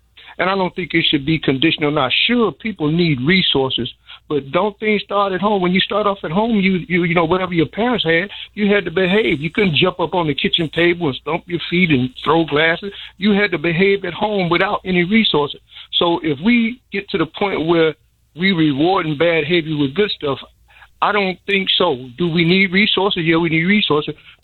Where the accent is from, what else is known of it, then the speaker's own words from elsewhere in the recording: Inglewood, California, United States; I'm graduated from Inglewood High School. I was raised up in Low End, 6th Tray down there by Aberdeen.